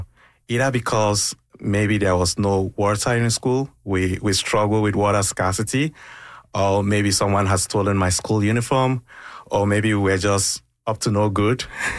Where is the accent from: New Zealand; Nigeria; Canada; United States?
Nigeria; Kaduna State; So it started in northwestern Nigeria, in a state called Kaduna. Kaduna used to be the capital of northern Nigeria when Nigeria was divided into different regions.